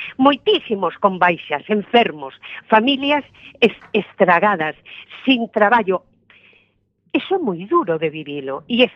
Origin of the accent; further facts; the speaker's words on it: Galicia, Spain; y nunca falan de Galicia, que una nacionalidad histórica como Cataluña y como País Vasco. Nunca contamos, porque fan política desde Madrid.